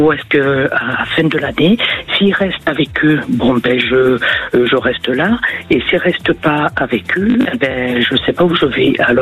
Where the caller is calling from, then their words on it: Aix-en-Provence, Provence-Alpes-Côte d'Azur, France; D'Aix-en-Provence.